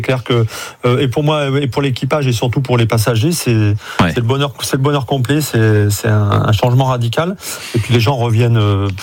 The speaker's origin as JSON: {"language": "French", "town": "Rochefort", "region": "Nouvelle-Aquitaine", "country": "France", "tie": "born there", "also_born_or_lived": "Landes", "moved": "yes", "lives_now": "Saintes, France", "said": "je suis né à Rochefort"}